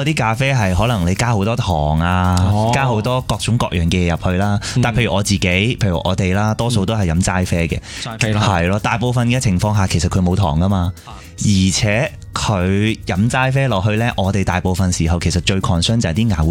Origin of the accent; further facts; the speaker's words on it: Hong Kong; 我哋香港人